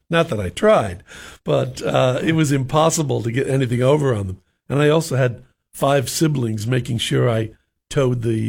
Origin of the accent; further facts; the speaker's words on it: New York, United States; I grew up in New York, and I was the youngest of 6 children.